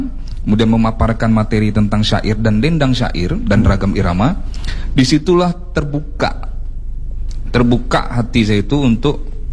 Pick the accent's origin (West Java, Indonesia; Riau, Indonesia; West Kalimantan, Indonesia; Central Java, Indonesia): Riau, Indonesia; Bengkalis; moved away as an adult; now in Tanjung Pinang, Indonesia; karena saya aslinya Riau, lahir dan besar di Riau, di Bengkalis. 2009 saya baru di sini.